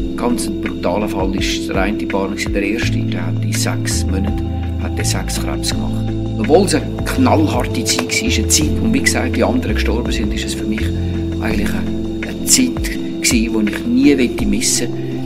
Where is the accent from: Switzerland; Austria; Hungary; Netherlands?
Switzerland; Stäfa, Zurich; born there; Ich bin 1947 in Stäven am Zürichsee geboren, in einer Familie mit 5 Kindern.